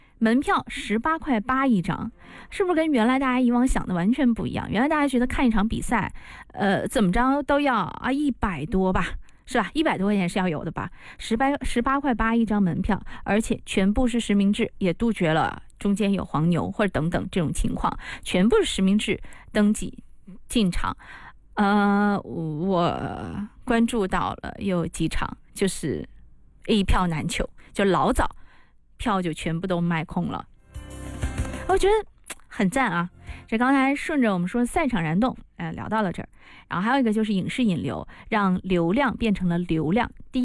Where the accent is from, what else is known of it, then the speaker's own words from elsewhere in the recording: Shenzhen, Guangdong, China; 作为一个深圳人